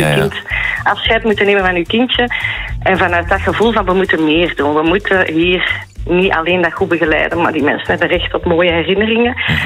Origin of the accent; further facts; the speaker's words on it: Flanders, Belgium; now in Ostend, Belgium; Ik ben uit de Kempen afkomstig en ik ben verhuisd naar Oostende om daar vroedvrouw te zijn op wat het mooiste verloskamer van het land was.